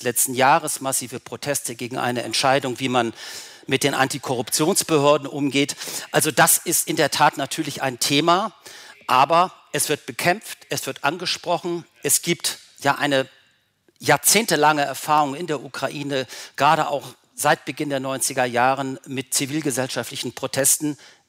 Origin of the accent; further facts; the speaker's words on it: Germany; Und da können wir uns als Deutsche auch eine Scheibe davon abschneiden.